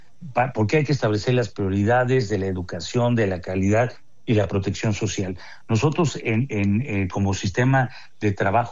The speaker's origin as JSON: {"language": "Spanish", "country": "Mexico", "said": "los mexicanos que todos los días salimos a trabajar"}